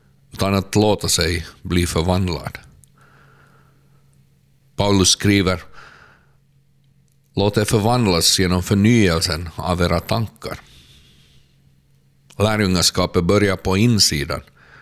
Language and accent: Swedish; Karneby, Sweden; och jag kommer från Karneby.